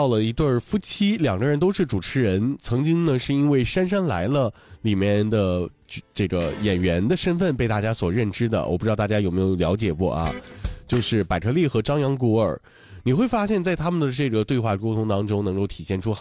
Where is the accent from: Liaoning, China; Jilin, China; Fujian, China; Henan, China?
Liaoning, China; Dalian; 我作为一个大连人我没有听过这样的一个词